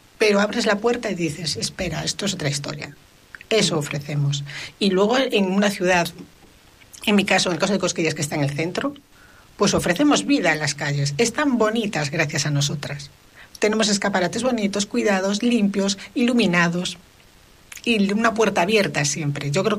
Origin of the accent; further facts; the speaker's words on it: Ferrol, Galicia, Spain; now in Narón, Spain; Por comercio en Ferrol y también en Narón, porque yo soy de Ferrol.